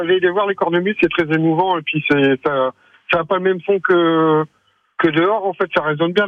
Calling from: Hauts-de-France, France; De Lomprey-les-Amiens.

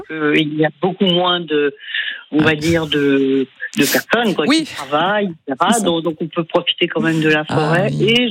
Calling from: La Celle-Saint-Cloud, Île-de-France, France; J'habite à la Salle Saint-Cloud, dans les Yvelines.

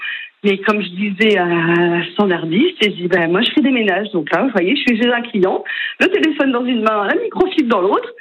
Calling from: Mauguio, Occitanie, France; je suis à Mogio

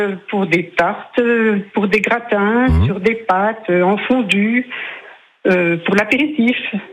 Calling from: Pierrefontaine-lès-Blamont, Bourgogne-Franche-Comté, France; je vous appelle de Pierrefontaine-les-Blamont.

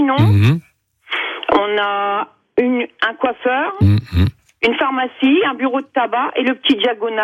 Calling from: Soissons, Hauts-de-France, France

